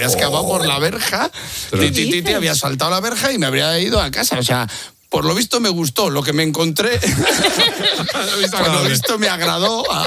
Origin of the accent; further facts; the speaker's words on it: Casasola de Arión, Castile and León, Spain; pero yo iba a la escuela en mi pueblo, Casasola de Arión, y era un pueblo pequeño, ¿no?